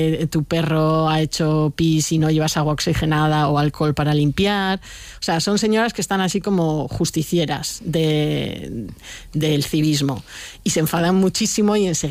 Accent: Alicante, Valencian Community, Spain; Yo creo que primero porque soy de Alicante, porque no es vivo en Madrid

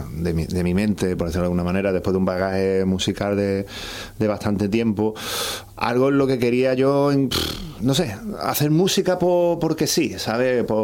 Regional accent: Cádiz, Andalusia, Spain; soy gaditano.

